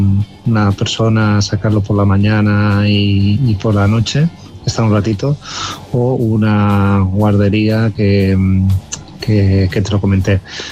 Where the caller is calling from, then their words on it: Palma, Balearic Islands, Spain; de Palma de Mallorca.